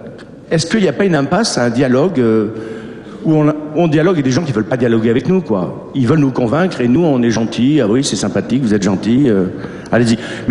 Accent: Clermont-Ferrand, Auvergne-Rhône-Alpes, France; Oui, bonjour, je ne suis pas de Grenoble, je suis de Clermont.

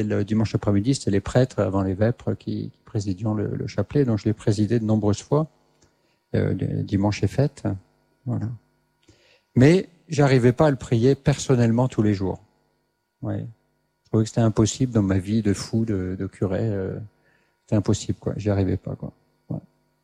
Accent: Grand Est, France; Voilà, j'étais scout dans ma jeunesse en Alsace.

